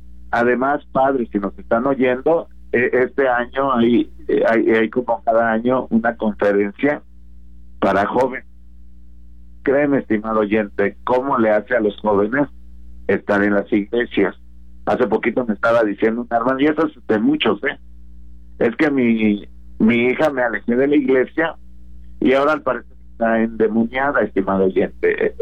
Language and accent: Spanish; Nezahualcóyotl, State of Mexico, Mexico; bueno, yo soy de Nesa, ¿verdad? Y muchos, ahora ya vivo acá en la zona de Iztapaluca, pero muchos años, estimado oyente, en Nesa